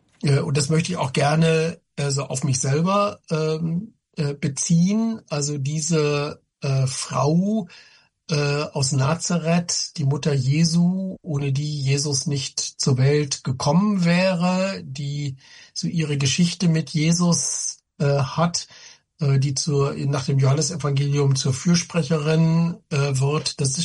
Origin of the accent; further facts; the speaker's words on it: Northern Germany, Germany; Ja, ich komme aus Norddeutschland.